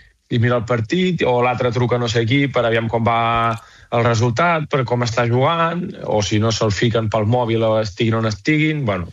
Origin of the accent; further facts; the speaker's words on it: Vic, Catalonia, Spain; Pam, és normal, jo soc de Vic, què vols, fill meu?